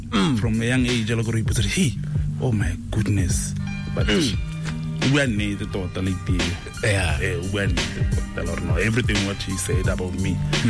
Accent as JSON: {"language": "English", "town": "Kasane", "region": "Chobe District", "country": "Botswana", "said": "I was alone from Kasane."}